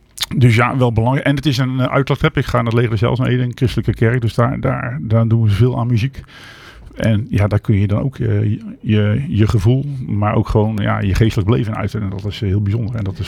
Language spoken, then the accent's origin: Dutch; Ede, Gelderland, Netherlands; Ik kom uit Ede, geboren en getogen.